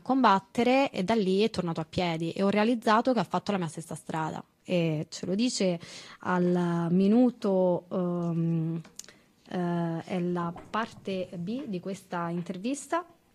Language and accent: Italian; Calabria, Italy; born there; now in Prato, Italy